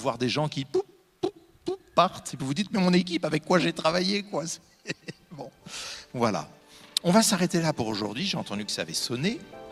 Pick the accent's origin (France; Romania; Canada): France; Normandy; Je suis normand, hein. Un pommier, je le connais.